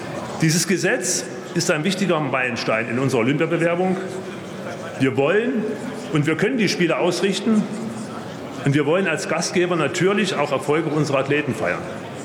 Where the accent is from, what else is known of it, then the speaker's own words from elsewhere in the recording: Leipzig, Saxony, Germany; als stolzer Leipziger